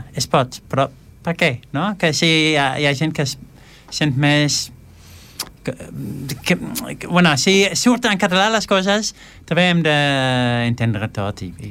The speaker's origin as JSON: {"language": "Catalan", "country": "Netherlands", "first_language": "Dutch", "second_language": "Catalan", "lives_now": "Spain", "said": "Com jo sóc holandès, parlo en holandès amb els meus fills."}